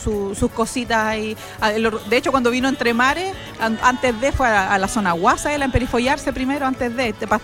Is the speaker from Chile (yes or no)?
yes; Chile